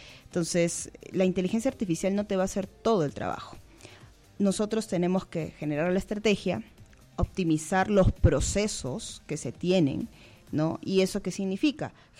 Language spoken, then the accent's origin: Spanish; Lima, Peru; la altura me coge bastante porque yo vengo de Lima, ¿no?